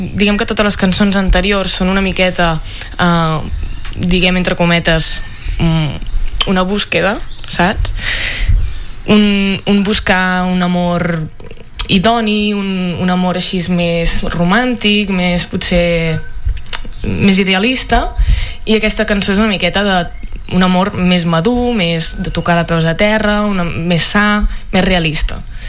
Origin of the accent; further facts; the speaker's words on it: Ripoll, Catalonia, Spain; born there; also born or lived in Santa Maria d'Oló; now in Barcelona, Spain; és una noia de 24 anys. Jo vaig néixer a Santa Maria d'Oló, però de seguida ens vam traslladar amb la meva família a Ripoll i ara ja fa, crec que 5 anys que estic a Barcelona.